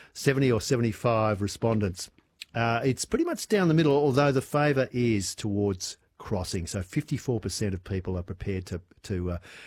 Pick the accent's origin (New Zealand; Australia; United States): Australia; Growing up in Germany, where there's a lot of waiters, and me, growing up in Australia, where I think we're a lot of crossers.